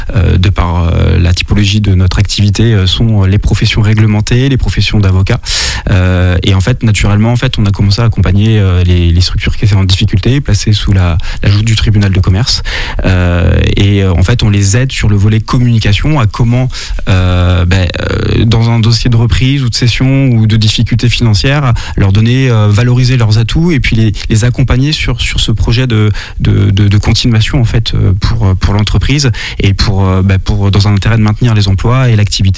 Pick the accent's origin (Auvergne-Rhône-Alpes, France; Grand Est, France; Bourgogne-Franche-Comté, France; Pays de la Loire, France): Pays de la Loire, France; Les Sables-d'Olonne; moved away as an adult; also born or lived in Bretignolles-sur-Mer / Luçon / La Roche-sur-Yon / Nantes; now in Châteauneuf, France; je suis né au Sable d'Olonne.